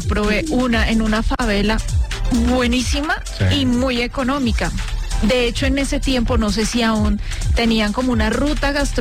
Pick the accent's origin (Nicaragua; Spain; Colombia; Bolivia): Colombia; Sí, sí, sí, como colombianos creo que sabemos cuidarnos.